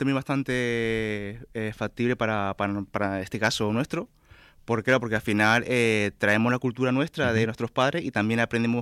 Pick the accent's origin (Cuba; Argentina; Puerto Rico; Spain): Spain; Canary Islands; born there; uno, quieras o no, tiene su entorno de gente aquí, uh-huh, Canarias, y ha estudiado aquí.